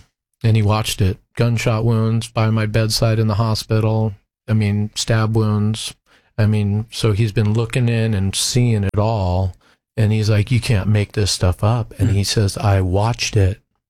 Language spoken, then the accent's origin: English; Salem, Oregon, United States; Yeah, so I was born and raised in Salem, Oregon.